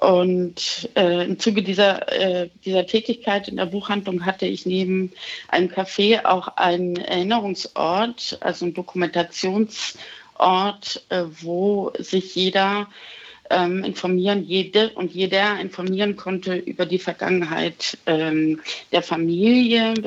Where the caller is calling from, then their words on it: Hamburg, Germany; Mein Großvater kam aus Hamburg, also ich komme auch aus Hamburg.